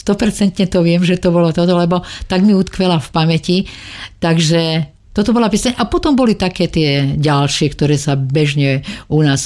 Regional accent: Koritárky, Banská Bystrica Region, Slovakia; u nás na Koritárka a vôbec na Podpolaní je známe, že my si vlastne uchovávame tie tradície aj do súčasného obdobia.

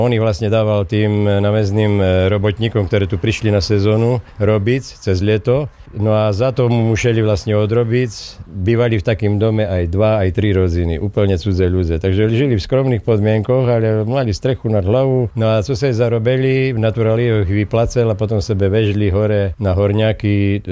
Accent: Prešov Region, Slovakia; U nás v Šarišu šetému utorí, že komenciaši, to je taký ten šarišský výraz

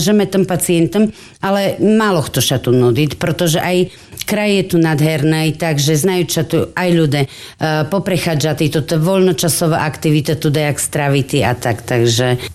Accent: Jakubany, Prešov Region, Slovakia; a pochádzam z Jakubian.

